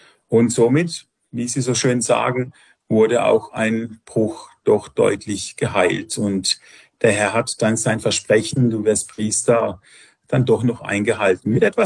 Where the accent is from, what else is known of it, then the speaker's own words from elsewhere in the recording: Bavaria, Germany; Ich bin aus Bayern, ich hoffe, das hört man. Und ich lebe hier in dieser Pfarrei seit 40 Jahren.